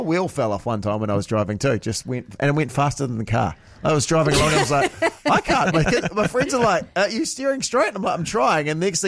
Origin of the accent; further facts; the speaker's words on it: Wellington, New Zealand; Growing up in the Wairarapa, and we moved out to a farm in my sort of high school years as well, which wasn't the place for me. But anyway, it was about 30 k's away from school